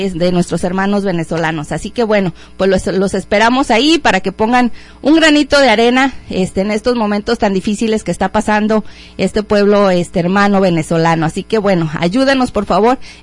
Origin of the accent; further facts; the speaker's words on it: Mexico; now in United States; Ya los mexicanos hemos pasado por estas cosas